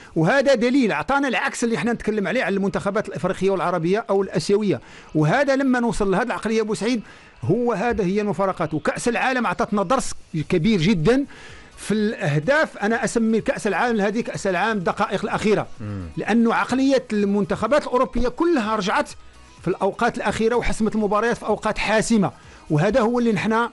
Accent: Morocco; وكلنا كمغاربة

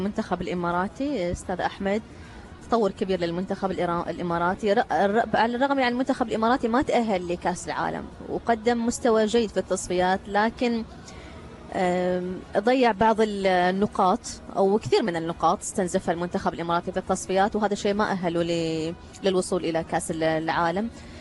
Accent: Oman; إحنا كعمانيين

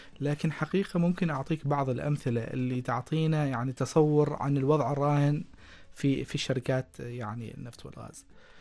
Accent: Oman

